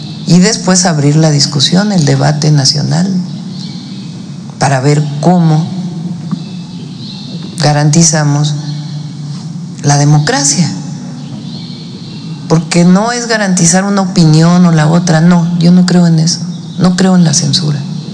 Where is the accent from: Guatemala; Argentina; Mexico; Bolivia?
Mexico; como mexicanas y mexicanos